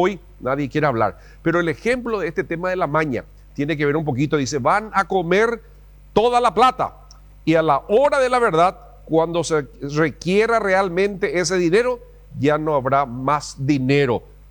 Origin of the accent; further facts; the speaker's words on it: Paraguay; Nosotros sabemos como paraguayo